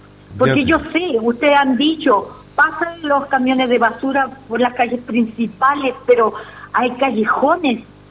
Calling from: Chile; De Lagunilla 3.

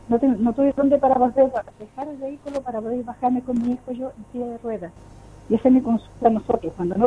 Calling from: Campanario, Ñuble, Chile; yo soy de Campanario.

